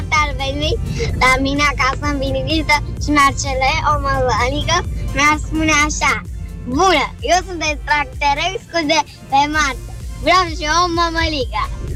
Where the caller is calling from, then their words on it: Bucharest, Romania; din București, am 5 ani.